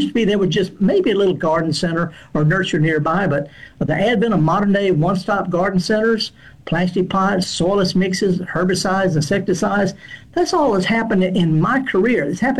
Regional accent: Indianola, Mississippi, United States; This is a picture that I took near my hometown of Indianola, up in the middle of the Delta.

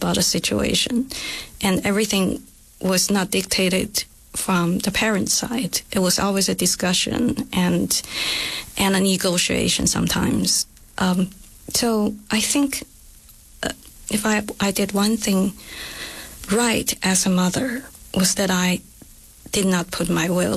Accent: China; So I grew up in China, and for instance, when I was little

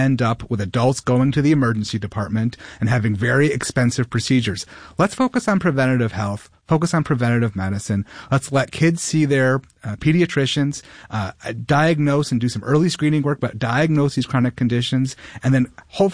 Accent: Rochester, New York, United States; Well, listen, I was raised in Rochester, grew up here in the city, single mom who raised me and put me through the Rochester City School District

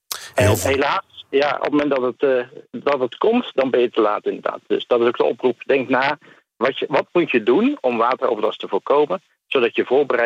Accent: Netherlands; wij als Nederlanders, bedrijven en ook particulieren, veel aan naar de overheid kijken

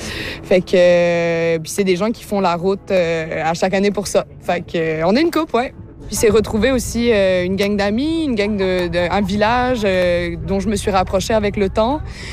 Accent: Réunion, France; Je suis originaire de la France. J'ai grandi à l'île de la Réunion.

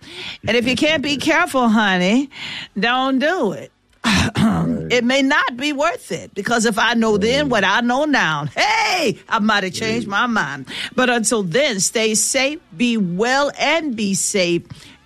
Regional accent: Philadelphia, Pennsylvania, United States; I tell people I'm from North, N-O-R-F, Philly.

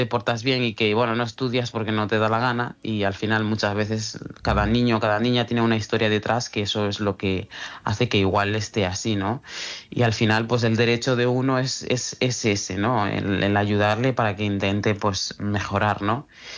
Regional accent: Bamako, Mali; Spanish is a second language; now in Galicia, Spain; No, de momento no, nada. La verdad, o sea, es que Galicia es totalmente diferente a Bamako.

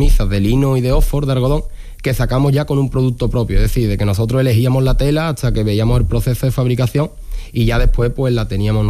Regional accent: Morón de la Frontera, Andalusia, Spain

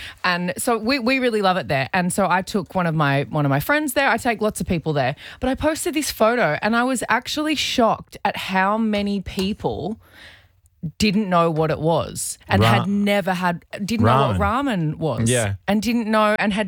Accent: Queensland, Australia; because Queensland people are a little bit behind, a little bit backwards, and I can say that because I'm from Queensland.

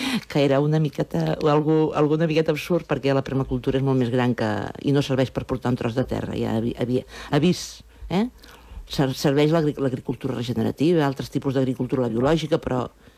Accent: Vilaplana, Catalonia, Spain; I també parlo d'una cosa molt bonica del meu poble, que ara tinc ganes de dir-ho, Vilaplana, que allí tenim un rellotge que són les muntanyes.

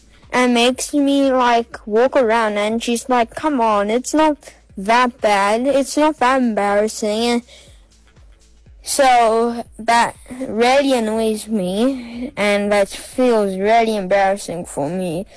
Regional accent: Cape Town, Western Cape, South Africa; from Cape Town. 8 years old.

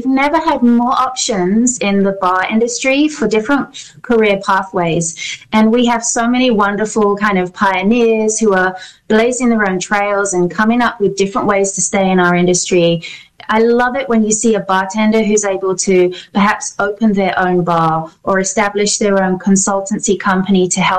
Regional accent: London, United Kingdom; moved away as an adult; also born or lived in New York City; now in United States; I'm from London. That's where the accent is from. And that's really where I got my education in the spirits world and the hospitality industry. But I moved over to the US nearly 20 years ago now

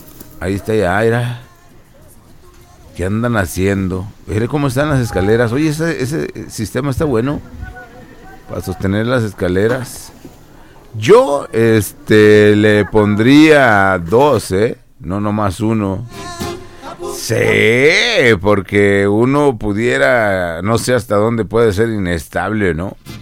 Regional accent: Tlajomulco, Jalisco, Mexico; now in Washington, United States; aquí presente … desde Washington. Y un saludo a todos los galloescuchas y a mi pueblito Santa Lucía y Tlajomulco

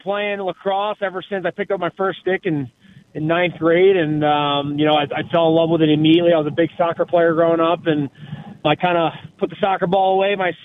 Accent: Maryland, United States; And I walked on to a college called CCBC Essex, the community college in Maryland, where my hometown is.

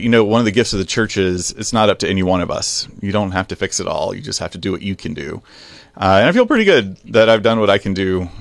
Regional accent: the South, United States; I grew up in the South, although you wouldn't know it unless I'm making fun of you or angry.

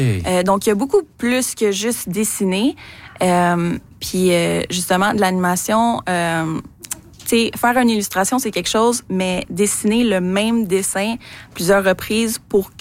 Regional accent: Montreal, Quebec, Canada; je viens de Montréal

